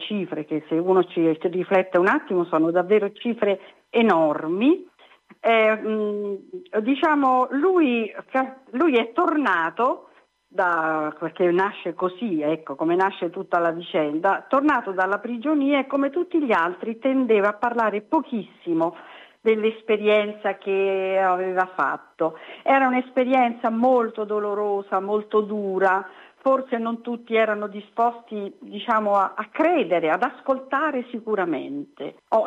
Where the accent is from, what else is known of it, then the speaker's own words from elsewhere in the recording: Rome, Lazio, Italy; moved away as an adult; now in Florence, Italy; io vengo da Roma, abitavo a Roma